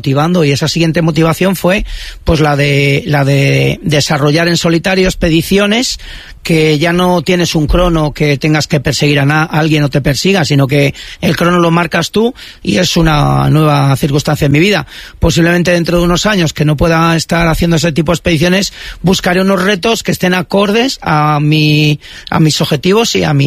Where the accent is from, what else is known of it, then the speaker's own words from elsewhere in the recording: Íscar, Castile and León, Spain; Eso curte, sí, sí, es un territorio duro. Soy castellano y ahí nos hacemos duros.